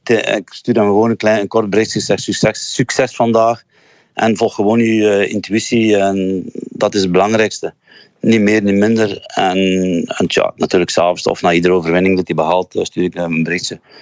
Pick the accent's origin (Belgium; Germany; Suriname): Belgium; Zwalm, East Flanders; Bertrand, dat was een streekgenoot van mij vroeger. Ik kom uit Zwalm.